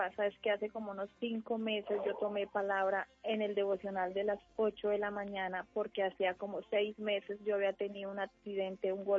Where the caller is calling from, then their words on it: Chaparral, Tolima, Colombia; Acá en el municipio de Chaparral, Tolima.